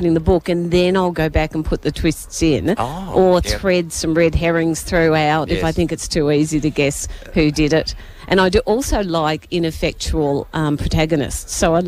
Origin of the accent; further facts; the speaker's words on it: Montrose, Victoria, Australia; Croydon does, because I grew up in Montrose, and I spent a lot of my teenage years in Croydon.